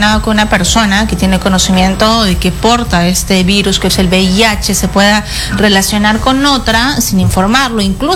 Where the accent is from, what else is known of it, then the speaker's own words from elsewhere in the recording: Peru; Así es, pero como todo peruano tenemos derechos y también tenemos deberes, ¿no?